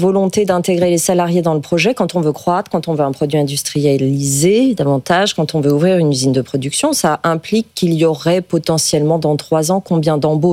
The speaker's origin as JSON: {"language": "French", "region": "Centre-Val de Loire", "country": "France", "said": "je viens de par là"}